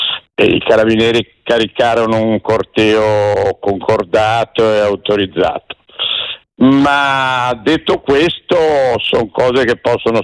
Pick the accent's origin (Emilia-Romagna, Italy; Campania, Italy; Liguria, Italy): Liguria, Italy; Genoa; io sono genovese e c'ho la casa che mi ha lasciato mia mamma.